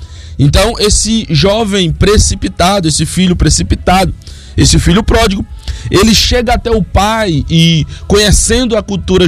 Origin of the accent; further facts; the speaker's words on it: Brazil; nós aqui como brasileiros